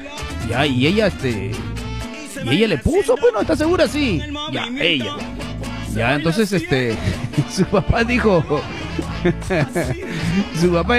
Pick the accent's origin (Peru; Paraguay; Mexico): Peru; así de locos somos todos los peruanos